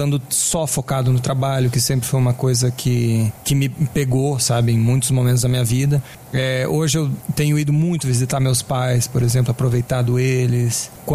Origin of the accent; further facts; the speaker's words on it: Brasília, Federal District, Brazil; born there; Eu nem sei de onde é que eu sou direito. Eu sou nascido em Brasília, né?